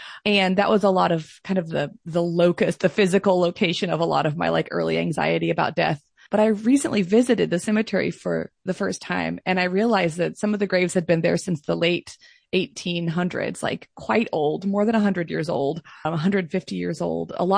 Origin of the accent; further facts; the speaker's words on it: Chattanooga, Tennessee, United States; But I think the East Brainerd at the time, growing up in like the late 80s, 90s, ear